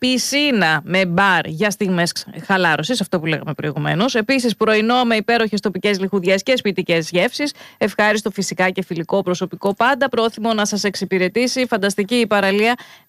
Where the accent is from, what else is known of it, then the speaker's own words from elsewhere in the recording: Greece; ως Έλληνες